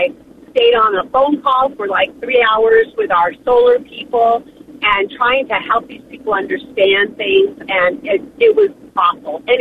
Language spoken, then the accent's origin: English; Tucson, Arizona, United States; born and raised in Tucson, Arizona